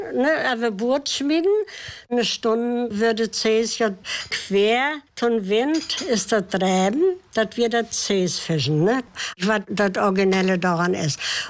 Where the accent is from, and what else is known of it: Seedorf, Mecklenburg-Vorpommern, Germany; born or raised there